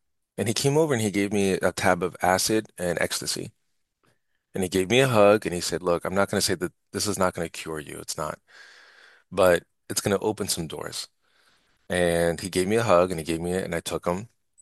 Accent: New York City, New York, United States; born there; moved away; I came back to New York, and I was born in New York, raised in and out of New York. And I came back in August 2001 to go to a graduate center.

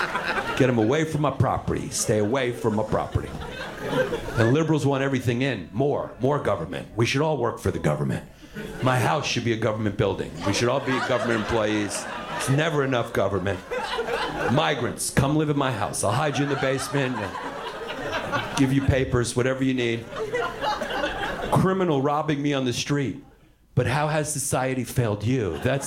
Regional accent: New York City, New York, United States; moved away as an adult; I grew up in Brooklyn, New York my whole life, you know? Grew up very liberal, left-wing. My mother was a human rights lawyer, and now I live in this like well-to-do country town, small town.

